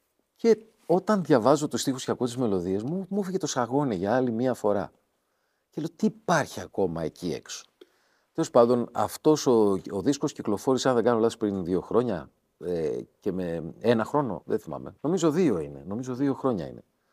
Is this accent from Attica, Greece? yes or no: no; Peloponnese, Greece; στην Καλαμάτα, στα μέρη μας από κάτω.